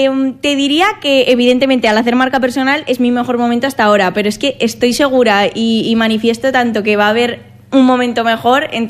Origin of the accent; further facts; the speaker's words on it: Gea de Albarracín, Aragon, Spain; saben que soy de GEA, así que lo digo en todos lados